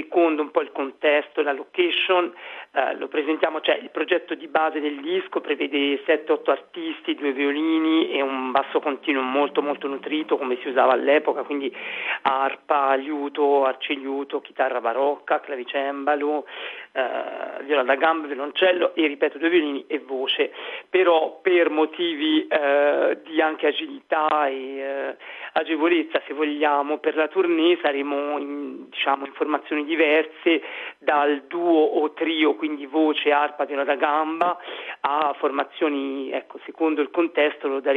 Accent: Tuscany, Italy; moved away; essendo toscano, anche se non torno spessissimo

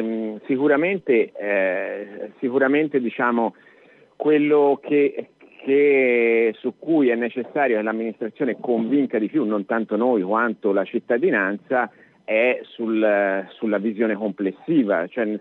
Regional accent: Florence, Tuscany, Italy; Io tra l'altro vengo dall'Isolotto, che è un quartiere che è nato così negli anni 60

